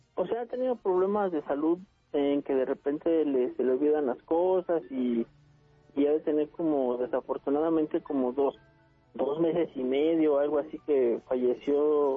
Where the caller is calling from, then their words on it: Chiconcuac, State of Mexico, Mexico; Ahorita andamos trabajando acá en el tianguis de Chiconcuá.